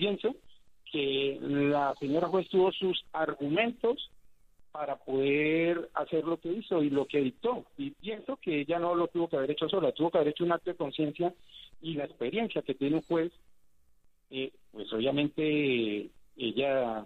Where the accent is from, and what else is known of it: Colombia